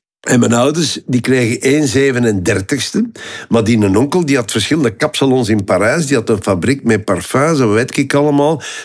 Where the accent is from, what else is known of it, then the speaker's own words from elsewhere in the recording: Antwerp, Belgium; born there; En daardoor ben ik in Antwerpen geboren. Maar Oost-Vlaamse ouders.